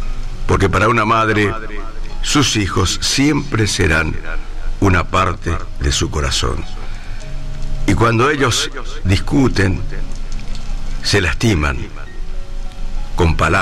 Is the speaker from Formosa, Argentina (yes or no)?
yes; Estanislao del Campo, Formosa, Argentina; born there; llegamos más precisamente a mi pueblo querido, Estanislao del Campo.